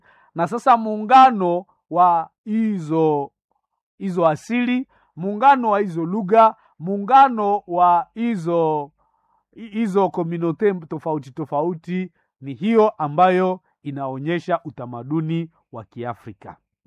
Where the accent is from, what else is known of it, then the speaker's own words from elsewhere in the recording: North Kivu, DR Congo; Ni kama leo kwetu sisi Wanande, wanasema sisi Wanande tulitokea sehemu za Uganda na tulivuka kwenye mgongo ya nyoka.